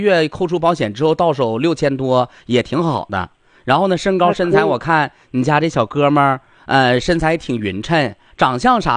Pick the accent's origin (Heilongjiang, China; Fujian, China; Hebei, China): Heilongjiang, China; Harbin; 所以说咱们哈尔滨的朋友，咱家乡父老乡亲想参加节目，您抓紧，要不然一会儿你打不进来了啊